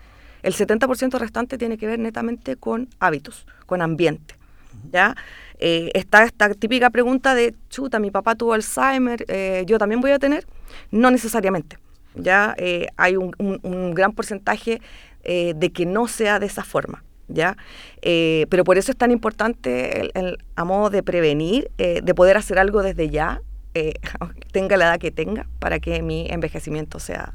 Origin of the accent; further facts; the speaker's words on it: Santiago, Santiago Metropolitan Region, Chile; del sector de donde yo vengo, La Florida, Puente Alto, San Joaquín.